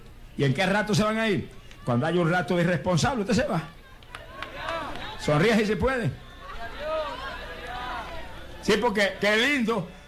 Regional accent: Puerto Rico; Porque en mi país hay otros centros a favor de los adictos a drogas

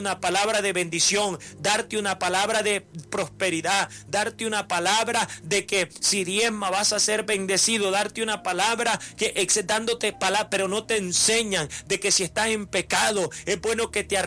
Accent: El Salvador; yo soy originario del Salvador, 100% salvadoreño

